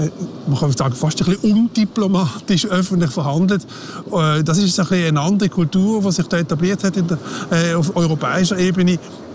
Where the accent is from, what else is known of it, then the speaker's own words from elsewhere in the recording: Switzerland; Und von der EU-Kommission her hat man eigentlich bald mehr erfahren als von der Schweizer Seite, als Schweizer Journalist.